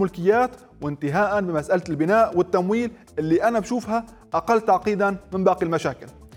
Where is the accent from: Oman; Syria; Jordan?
Syria; نحن كسوريين